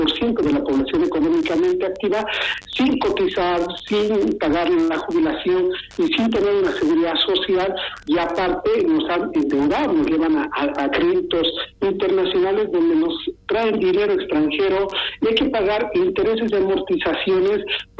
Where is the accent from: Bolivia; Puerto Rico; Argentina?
Bolivia; now in Granada, Spain; Lo que hay que hacer como buenos bolivianos, no ser extremistas